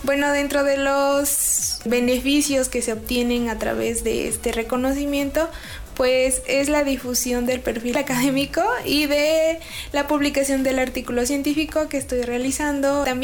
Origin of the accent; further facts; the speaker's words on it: San Pedro Tetitlán, Puebla, Mexico; yo soy de San Pedro Tetitlán, un pueblo perteneciente al municipio de San José Miahuatlán.